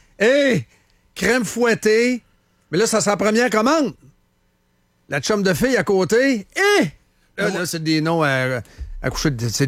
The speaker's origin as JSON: {"language": "French", "town": "Shawinigan", "region": "Quebec", "country": "Canada", "said": "Je viens de Shawinigan, mais vous autres, vous êtes"}